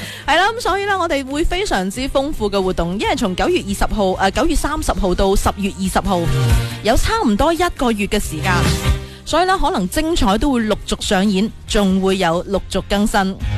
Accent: Foshan, Guangdong, China

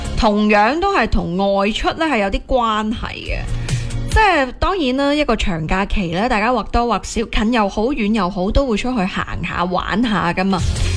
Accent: China; 嗱，通常咧我哋中国人咧都比较内敛噶嘛，所以呢样嘢咧我都系低调啲。

